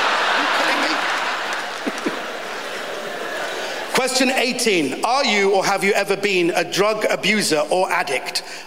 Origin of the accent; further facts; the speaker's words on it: United Kingdom; I'm a British Iranian.